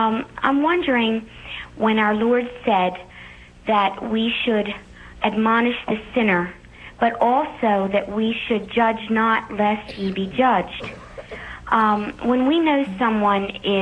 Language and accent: English; Pennsylvania, United States; I'm from Pennsylvania.